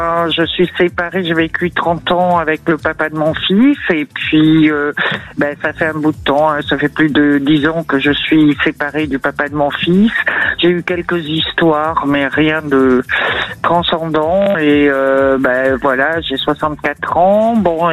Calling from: Bordeaux, Nouvelle-Aquitaine, France; Alors, j'appelle de Bordeaux.

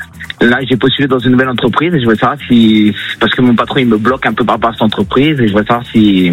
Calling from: Occitanie, France; De l'Aude.

